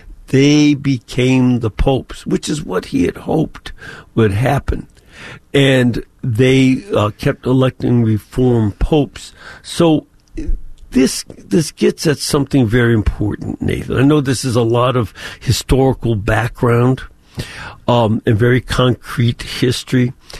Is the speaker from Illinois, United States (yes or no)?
yes; Chicago, Illinois, United States; But this, I'm from Chicago originally. I am not shocked.